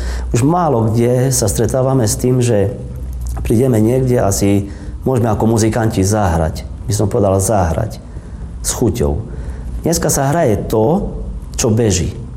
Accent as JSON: {"language": "Slovak", "town": "Košice", "region": "Košice Region", "country": "Slovakia", "said": "tam ten život v Prahe bol troška inakší ako u nás v Košiciach."}